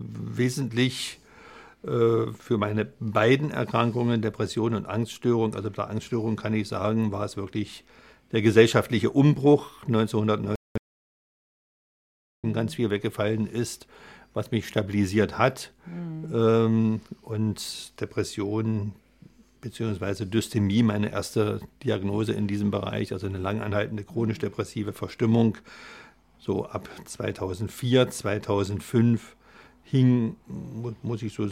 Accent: East Germany, Germany; ich bin ja ein Kind des Ostens und im Osten groß geworden.

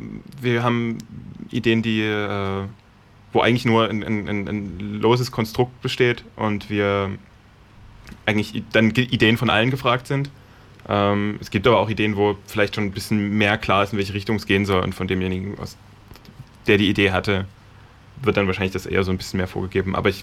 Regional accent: Dresden, Saxony, Germany; now in Berlin, Germany; Ich komme aus Dresden.

